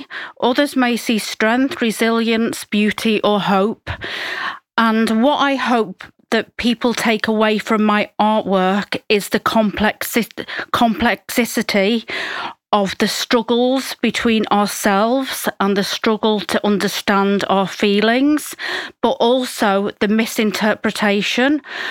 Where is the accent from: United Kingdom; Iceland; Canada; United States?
United Kingdom; North West England; moved away as an adult; now in Basel, Switzerland; I'm originally from Cheshire in the UK, and I've been living in Basel for the past 7 years.